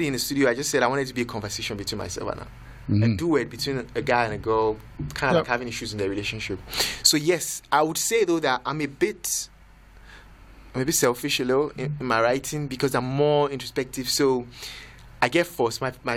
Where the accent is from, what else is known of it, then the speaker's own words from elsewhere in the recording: Nigeria; moved away as an adult; now in Windsor, Canada; What I mean is, when I came, because I came from Nigeria in 2016, and I came to do my master's here.